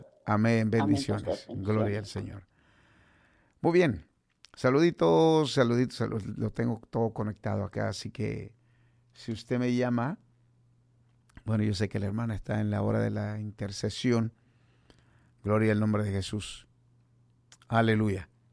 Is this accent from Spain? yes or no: no; Guatemala; en mi país Guatemala